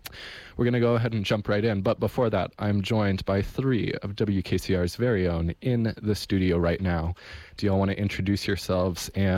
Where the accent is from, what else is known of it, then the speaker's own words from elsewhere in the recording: Houston, Texas, United States; I'm from Houston, Texas.